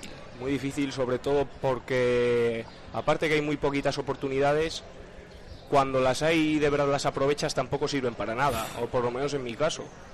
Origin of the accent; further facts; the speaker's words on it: Espejón, Castile and León, Spain; born there; also born or lived in Soria; Pues mi pueblo para mí es mi vida.